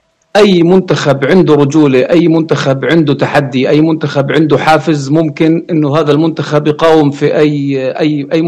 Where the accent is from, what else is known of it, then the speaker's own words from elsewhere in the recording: Jordan; احنا بنعتز وبنفتخر فيه كاردنيين